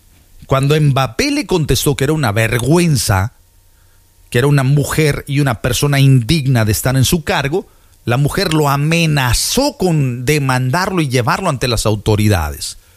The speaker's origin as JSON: {"language": "Spanish", "country": "Mexico", "said": "puedo hablar por un servidor, que soy mexicano."}